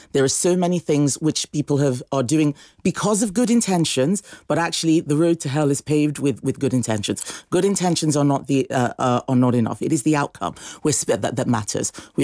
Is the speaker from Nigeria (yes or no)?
yes; Nigeria; now in United Kingdom; I spent my childhood in Nigeria, a country where everybody looked the same, but there were hundreds of different tribes.